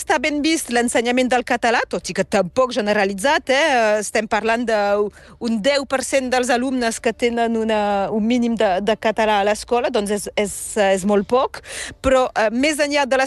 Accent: Perpignan, Occitania, France; first language French; Jo a Perpinyà

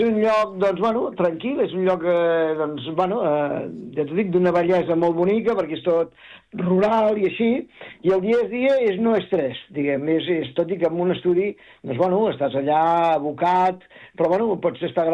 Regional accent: Barcelona, Catalonia, Spain; moved away as an adult; now in Montoliu de Segarra, Spain; jo soc de Barcelona, em vaig decidir traslladar-me amb la meva dona a Montoliu de Segarra, i fa, doncs mira, 22 anys que estem aquí

